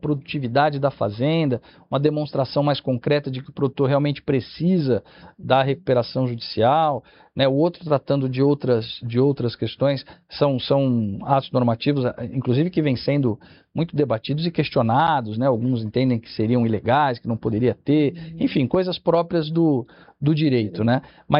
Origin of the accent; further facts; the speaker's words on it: Ribeirão Preto, São Paulo, Brazil; Eu sou da região de Ribeirão Preto